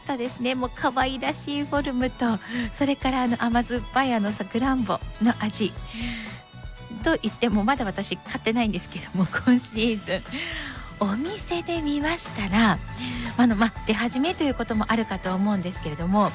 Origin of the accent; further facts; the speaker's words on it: Yamagata, Japan; 私やっぱりあの地元山形 の、ね、あの名産ということもありますので